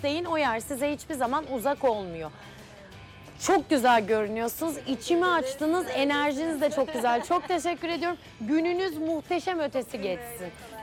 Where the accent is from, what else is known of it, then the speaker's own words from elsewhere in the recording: Alanya, Antalya, Turkey; Bu arada ben Antalyalıyım, Alanyalıyım. Çok iyi bilirim oraları.